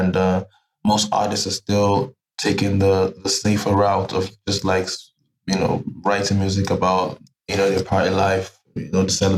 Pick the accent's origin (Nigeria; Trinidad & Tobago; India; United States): Nigeria; Abuja, Federal Capital Territory; also born or lived in Lagos; now in Germany; I was born in Lagos, and eventually moved to Abuja with my family, my sister, and she worked at the Ministry of Foreign Affairs, and eventually she was posted to work in the Nigerian Embassy in Germany.